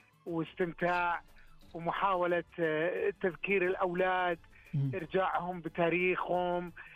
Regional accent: Taif, Makkah Province, Saudi Arabia; now in Riyadh, Saudi Arabia; الطايف ديرتي ومسقط راسي.

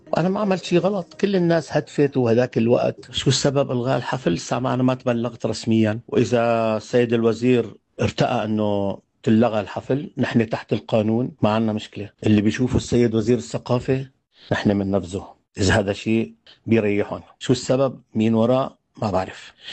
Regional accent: Aleppo, Aleppo Governorate, Syria; أنا سوري وما بموت إلا بسوريا. أنا سوري وحلبي.

